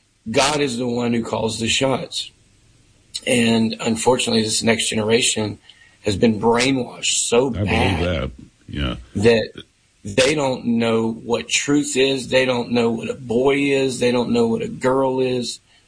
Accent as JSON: {"language": "English", "town": "Hackberry", "region": "Louisiana", "country": "United States", "said": "I'm from Hackberry, Louisiana, a little town not far from the Gulf of America."}